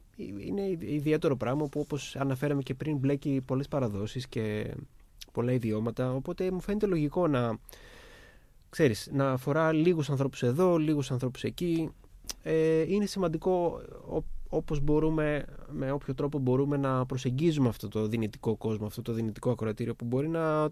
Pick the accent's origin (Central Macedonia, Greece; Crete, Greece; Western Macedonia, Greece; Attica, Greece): Attica, Greece; Athens; επειδή μεγάλωσα στην Αθήνα, δηλαδή είχα μια ζωή πάντα στην πόλη, δεν είχα αυστηρά ριζωμένη μέσα μου κάποια μουσική παράδοση.